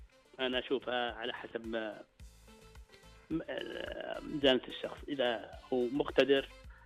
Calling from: Al-Kharj, Riyadh Province, Saudi Arabia; والله كلمت من الخرج.

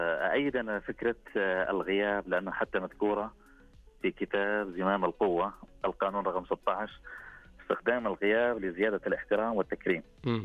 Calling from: Syria

